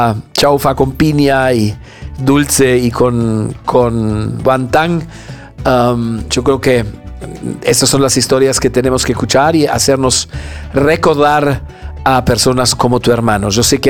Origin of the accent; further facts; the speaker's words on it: Peru; aquí como peruanos estamos conmovidos